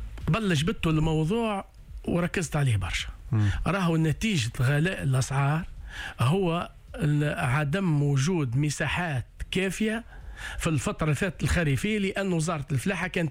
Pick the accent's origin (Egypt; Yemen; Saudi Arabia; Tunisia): Tunisia